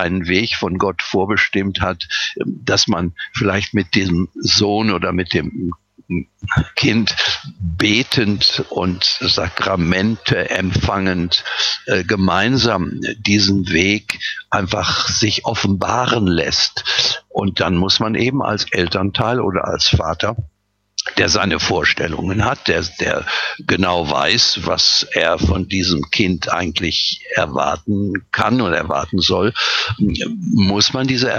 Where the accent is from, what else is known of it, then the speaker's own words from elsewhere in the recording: Rheine, North Rhine-Westphalia, Germany; besuchte kranke Soldaten bei uns in Norddeutschland, in Rheine, in einem Krankenhaus fast täglich.